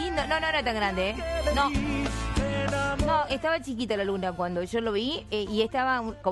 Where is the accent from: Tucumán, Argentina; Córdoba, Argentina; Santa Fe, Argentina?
Tucumán, Argentina; Juan Bautista Alberdi; Yo soy de Tucumán. No soy el único acá en el norte. … de Alberdi, Tucumán.